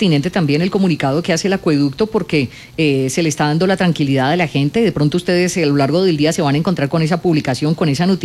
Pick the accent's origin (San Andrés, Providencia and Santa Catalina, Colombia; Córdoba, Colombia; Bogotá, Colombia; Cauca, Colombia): Cauca, Colombia; Popayán; Y si yo soy de Popayán, pues obviamente que me voy a preocupar.